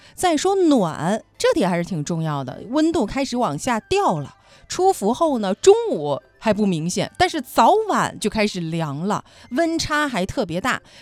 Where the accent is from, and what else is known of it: China